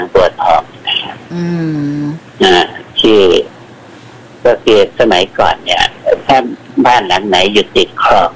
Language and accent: Thai; Nonthaburi, Thailand; เพื่อนบ้านมันก็เป็นคนกรุงเราเป็นคนนนท์ใช่ไหมล่ะนะฮะ